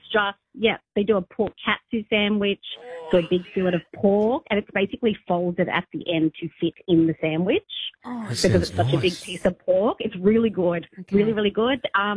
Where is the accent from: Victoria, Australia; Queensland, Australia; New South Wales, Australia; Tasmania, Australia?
New South Wales, Australia; Central Coast; also born or lived in Sydney; So I was from Sydney, but I actually grew up on the Central Coast